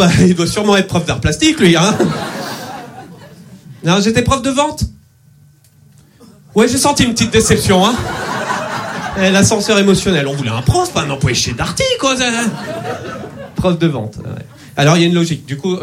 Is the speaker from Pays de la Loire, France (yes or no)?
yes; Nantes, Pays de la Loire, France; Bah, je me présente … je suis nantais et dyslexique.